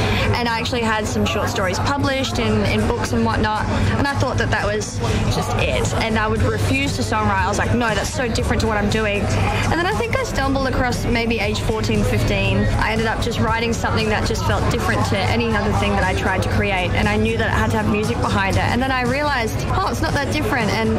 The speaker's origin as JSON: {"language": "English", "country": "Australia", "tie": "born or raised there", "said": "artists that have come from Australia that you wouldn't even know. I mean, you see people like coming from my hometown … you know, someone like that just taking the world by storm with country."}